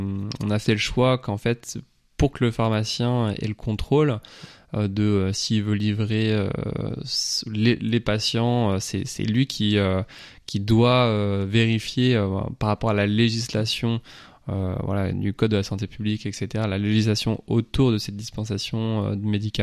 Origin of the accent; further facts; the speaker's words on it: Lorient, Brittany, France; je suis de Lorient, je suis revenu sur Lorient